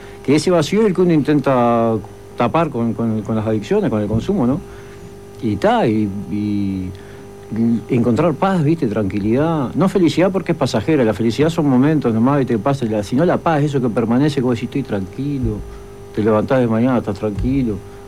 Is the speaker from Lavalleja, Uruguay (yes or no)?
yes; Minas, Lavalleja, Uruguay; moved away; yo vengo de Minas, La Valleja.